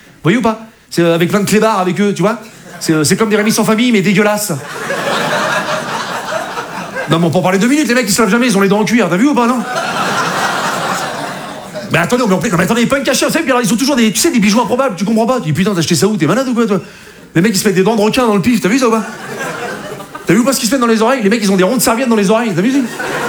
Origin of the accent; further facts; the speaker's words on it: Rouen, Normandy, France; parce que je viens de Rouen, c'est la Normandie, c'est chez moi, voilà.